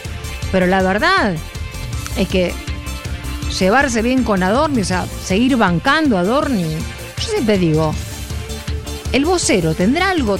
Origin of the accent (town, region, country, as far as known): Argentina